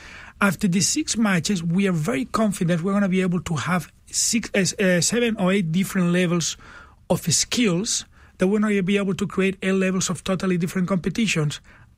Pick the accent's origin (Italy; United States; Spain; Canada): Spain; Barcelona, Catalonia; Barcelona.